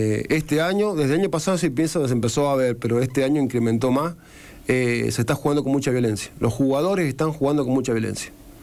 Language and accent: Spanish; Chimbas, San Juan, Argentina; now in Rawson, Argentina; Yo soy de Chimba, vivo ahí en el barrio Parque Independencia, bueno, hoy no vivo en Rawson, pero me he criado ahí